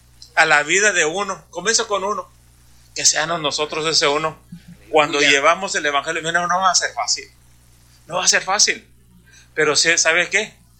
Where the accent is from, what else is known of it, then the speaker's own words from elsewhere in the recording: Brownsville, Texas, United States; yo vengo de Brownsville, Texas. Brownsville, Texas es una ciudad que está un río, y al cruzar el río es Matamoros, ya es México eso.